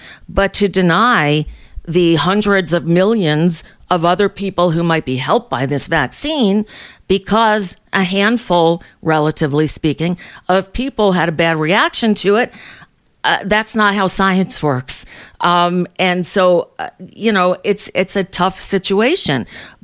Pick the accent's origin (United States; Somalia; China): United States; New York; I grew up in New York